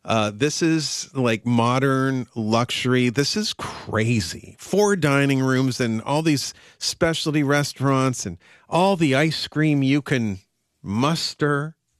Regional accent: Canada; So we're not Russian. Actually, I'm Canadian.

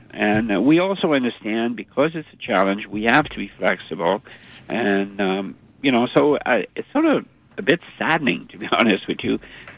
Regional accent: Quebec City, Quebec, Canada; And when I first came here, I'm originally from Quebec City. So when I first came here, I used to love to take my bike every day around the park.

